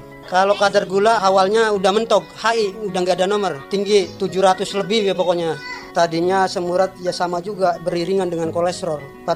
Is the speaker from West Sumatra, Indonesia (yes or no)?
no; West Java, Indonesia; Kampung Pungangan, Desa Rancabango, Kecamatan Patok Besi, Kabupaten Subang.